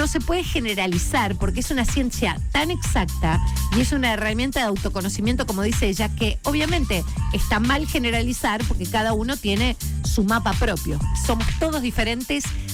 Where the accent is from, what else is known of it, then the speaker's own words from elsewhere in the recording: Puerto Belgrano, Buenos Aires Province, Argentina; born there; Si yo nací en Puerto Belgrano, claro. No soy, es como dice Celeste, mirá. No soy puntaltense, soy porteña porque nací en el puerto. He nacido en un puerto, señor.